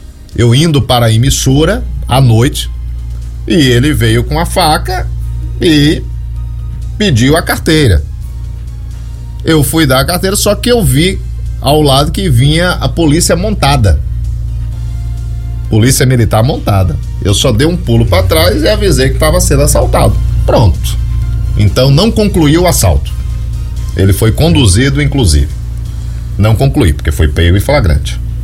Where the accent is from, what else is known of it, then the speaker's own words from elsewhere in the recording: Feira de Santana, Bahia, Brazil; moved away; also born or lived in Jequié; minha cidade, Natal, Feira de Santana